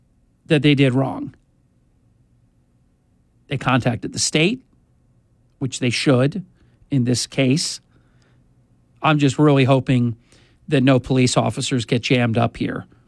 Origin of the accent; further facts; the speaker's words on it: United States; Just as an American, I was so proud.